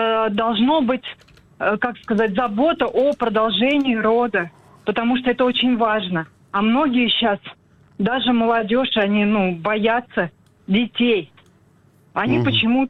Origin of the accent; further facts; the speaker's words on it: Kamyshin, Volgograd Oblast, Russia; Да, я из города Камышино.